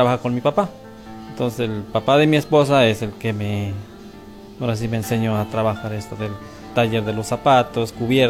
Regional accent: San Bartolo, Mexico; soy de aquí de San Bartolo.

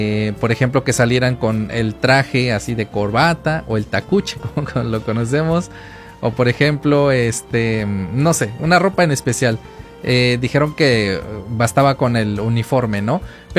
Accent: Mexico

